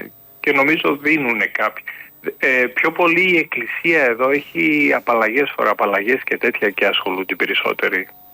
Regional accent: Greece; now in Germany; Εγώ τώρα, παραδείγματος χάρη που είμαι Έλληνας, μου λέει το γερμανικό κράτος η εφορία

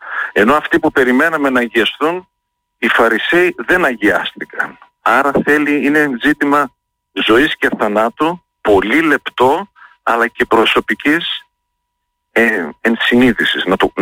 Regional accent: Greece; ως Έλληνες και Ορθόδοξοι

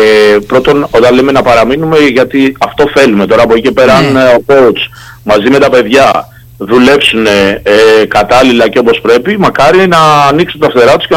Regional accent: Kalamata, Peloponnese, Greece; born there; Και εγώ όταν ήμουν μικρός πιτσιρικάς αθλητής στην Καλαμάτα 80 ήμουνα.

